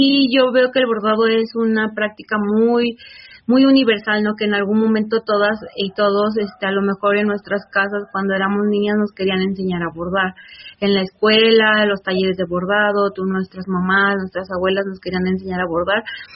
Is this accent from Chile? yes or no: no; Ecatepec, State of Mexico, Mexico